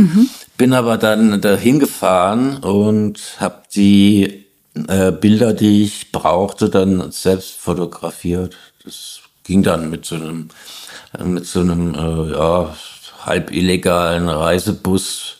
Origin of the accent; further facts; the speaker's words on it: Hesse, Germany; Naja, bei uns gab's halt dieses Kernkraftwerk Biblis in der Nähe, wo ich aufgewachsen bin.